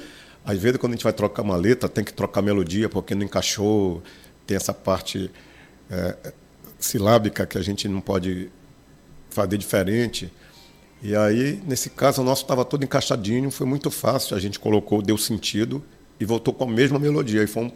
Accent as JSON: {"language": "Portuguese", "region": "Pará", "country": "Brazil", "said": "a gente, como é daqui da Amazônia, daqui do Pará, pertinho aqui do Marajó, que a gente conhece um pouco, né, dessa nossa história, da nossa, essa nossa pegada, o nosso sotaque"}